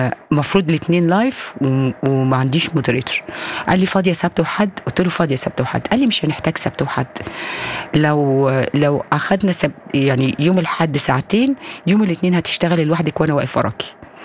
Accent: Egypt; وعندنا في مصر كنا يقول لك لو البنزين غلي كل حاجة بتغلى.

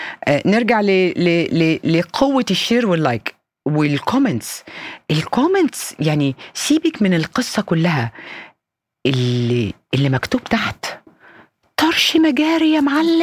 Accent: Egypt

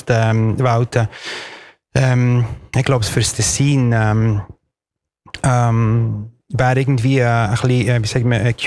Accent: Chiasso, Ticino, Switzerland; German is a second language; ich bin Schottländer, ich bin Italiener, ich komme von, aber ich bin auch ein Tessiner und dann, wenn man mehr... geht, dann bin ich wirklich von Chiasso.

